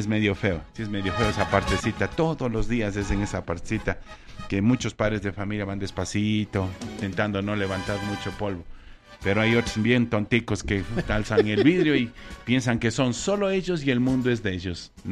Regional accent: Ecuador; somos de Ecuador. Claro, somos de Ecuador.

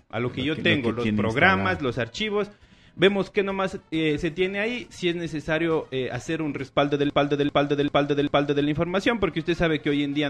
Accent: San Gabriel, Carchi, Ecuador; De San Gabriel, San Gabrieleño de corazón, ….

